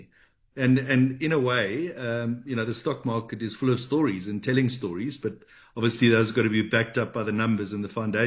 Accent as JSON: {"language": "English", "town": "Durban", "region": "KwaZulu-Natal", "country": "South Africa", "tie": "born or raised there", "moved": "as an adult", "lives_now": "Johannesburg, South Africa", "said": "I grew up in Durban"}